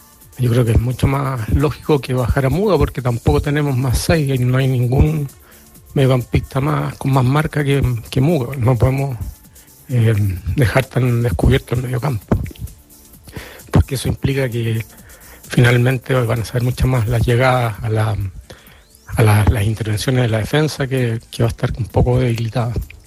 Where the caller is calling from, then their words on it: Santiago, Santiago Metropolitan Region, Chile; de Santiago